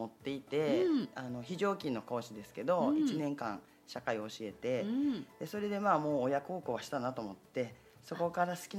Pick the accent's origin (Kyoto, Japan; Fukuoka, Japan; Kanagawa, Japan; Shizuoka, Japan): Kyoto, Japan; もうずっと京都です。